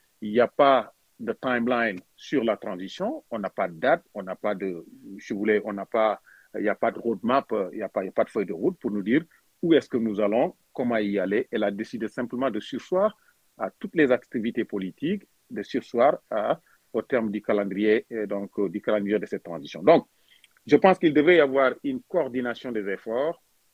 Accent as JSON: {"language": "French", "country": "Senegal", "moved": "yes", "said": "au niveau du Sénégal, qui est mon pays qui partage, donc mon pays d'origine qui partage une frontière avec le Mali"}